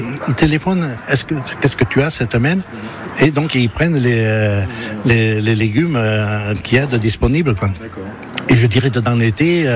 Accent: Marsanne, Auvergne-Rhône-Alpes, France; Je suis né à Marsanne, donc mes parents avaient une petite ferme.

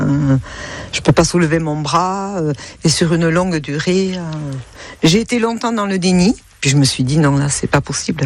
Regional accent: Buzy, Nouvelle-Aquitaine, France; je vis sur la Reims depuis le mois de mai. Après, je connais évidemment bien la vallée, puisqu'en étant natif de Buzy

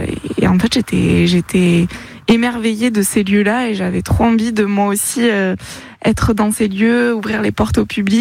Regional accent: Occitanie, France; moved away as an adult; now in Basque Country, France; J'ai grandi dans le Gers

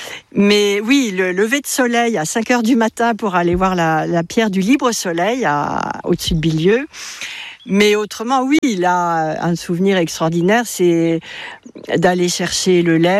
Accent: Paris, Île-de-France, France; moved away as an adult; quand j'étais petite, j'habitais à Paris

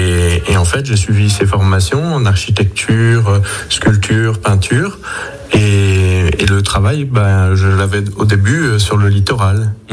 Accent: Brittany, France; moved away; Donc, je suis originaire de Bretagne. Donc, mon cursus, je ne l'ai pas suivi ici.

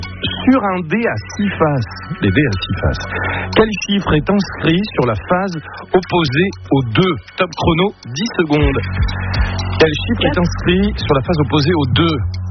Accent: Auvergne-Rhône-Alpes, France; bah, en même temps, je suis auvergnat.

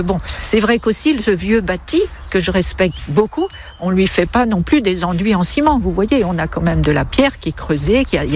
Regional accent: Pays de la Loire, France; born there; En fait, je suis née en Mayenne, dans un milieu qui est très rural, où mes grands-mères avaient des beaux jardins.

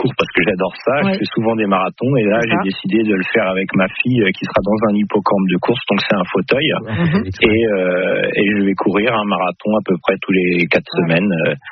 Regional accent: Normandy, France; Alors on est normand, c'est pour ça qu'on va souvent

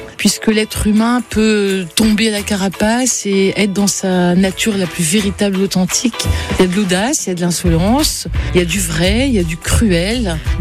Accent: Lille, Hauts-de-France, France; je suis lilloise et citoyenne engagée.

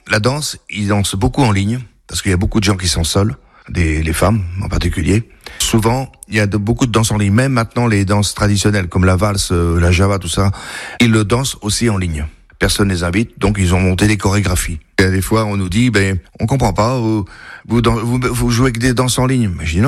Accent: Pays de la Loire, France; born there; moved away as an adult; now in Bouillé-Loretz, France; je suis né dans le Choletais. Ça fait 7 ans que nous sommes dans les Deux-Sèvres.

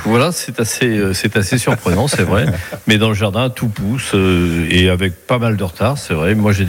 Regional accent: Ouessant, Brittany, France; born there; moved away as an adult; moi je suis né à Ouessan il y a un peu plus d'un siècle. Non, j'ai connu Ouessan dans les années 50. Il y avait des vaches, des champs de blé. C'était absolument extraordinaire. Alors ensuite, je suis parti travailler un peu partout. Et je suis en retraite à Ouessan.

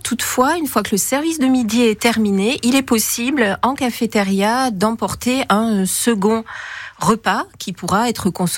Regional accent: Quebec, Canada; moi pour ma part, comme je suis québécoise, je savais pas que mon personnage avait existé vraiment.

